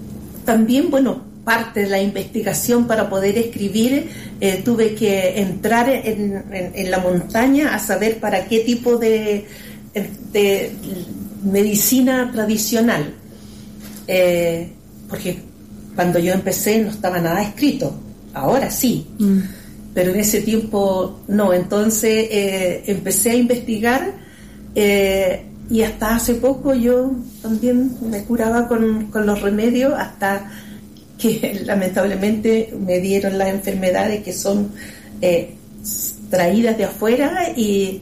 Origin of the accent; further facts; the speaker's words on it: Los Lagos, Chile; also born or lived in Osorno, Chile; prácticamente nací allá, porque si bien es cierto nací en Osorno, pero me crié en este sector Huelinto porque nos llevaban ahí a la casa de nuestros abuelos, lugar de patos huala.